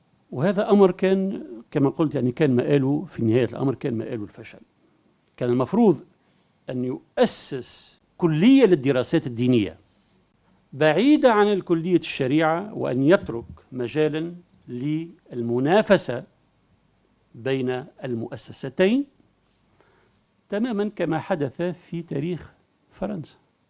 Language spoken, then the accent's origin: Arabic; Tunisia; عندنا في تونس